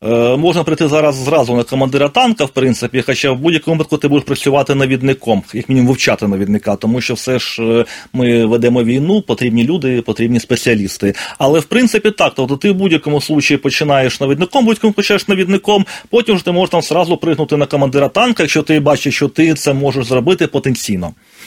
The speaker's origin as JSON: {"language": "Ukrainian", "town": "Brovary", "region": "Kyiv Oblast", "country": "Ukraine", "tie": "born or raised there", "said": "війна для мене почалася з прильотів по моїм рідним броварам. Я сам родом з Київщини."}